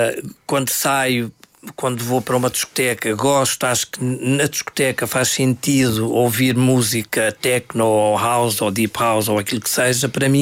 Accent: Anadia, Centro, Portugal; born there; Eu nasci na Anadia

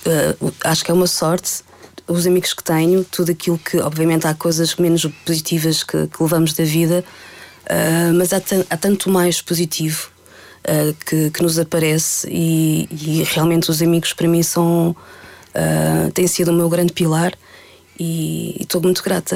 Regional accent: Lisbon, Portugal; born there; Eu nasci em Lisboa.

